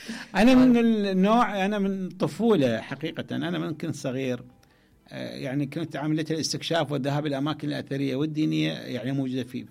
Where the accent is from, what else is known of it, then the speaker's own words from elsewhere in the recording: Iraq; عندنا في العراق